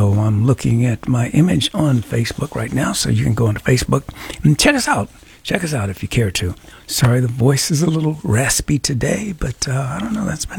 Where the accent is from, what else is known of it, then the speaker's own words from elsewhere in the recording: Chicago, Illinois, United States; I grew up in Lake Meadows